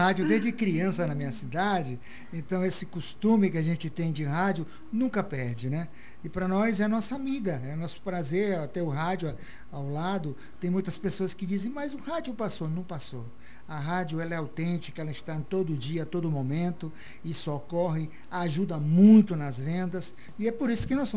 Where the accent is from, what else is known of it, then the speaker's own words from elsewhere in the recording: Rondônia, Brazil; moved away; nós somos do norte, somos de Rondônia. Da fronteira com a Bolívia